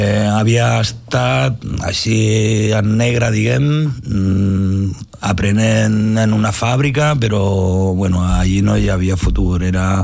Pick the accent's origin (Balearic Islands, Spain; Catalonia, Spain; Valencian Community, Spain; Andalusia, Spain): Catalonia, Spain; Cardedeu; Quan era un jove, era d'aquells joves rebels que sempre renegava del meu poble, que no hi ha res, que no es fa res.